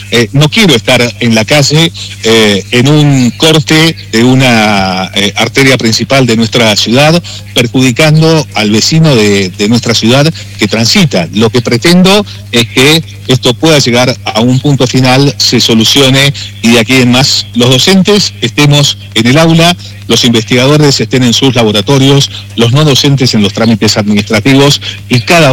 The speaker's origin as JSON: {"language": "Spanish", "town": "Chilecito", "region": "La Rioja", "country": "Argentina", "tie": "born or raised there", "said": "yo soy oriundo de Chilecito"}